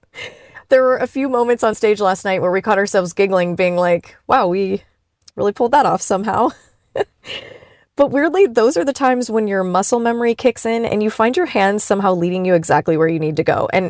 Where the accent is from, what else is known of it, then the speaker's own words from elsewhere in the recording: Akron, Ohio, United States; I am from Ohio